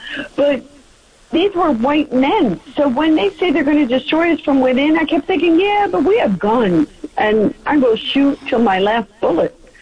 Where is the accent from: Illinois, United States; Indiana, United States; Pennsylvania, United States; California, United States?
California, United States; San Diego; I'm from San Diego.